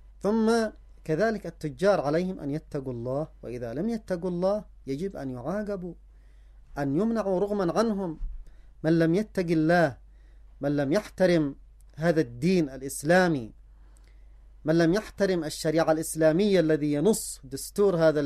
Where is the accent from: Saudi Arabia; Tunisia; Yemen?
Yemen; الجانب الآخر في أن نعي كيف نعمل بواقعنا نحن كشعب يمني